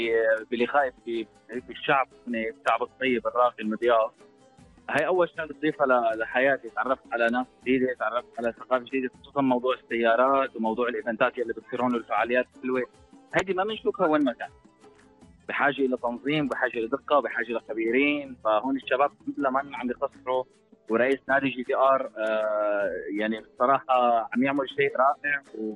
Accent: Syria; now in United Arab Emirates; أنا سوري مقيم في الإمارات

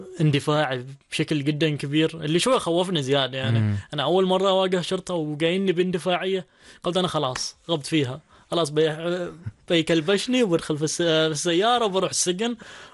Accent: Manah, Ad Dakhiliyah, Oman; born there; انا من سلطنه عمان. وش قاعد تسوي؟ سياحه يعني. بعدين شويه من الارتباك سالني وين مولود، قلت له في نزوه منح

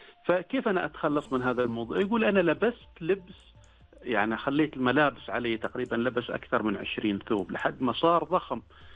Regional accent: Oman; عندنا في عمان.

